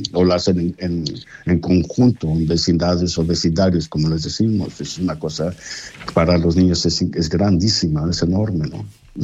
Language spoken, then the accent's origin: Spanish; Mexico; moved away; la comunidad mexicana que tenía desde hace años, hace de 40 años, éramos como 15 mexicanos acá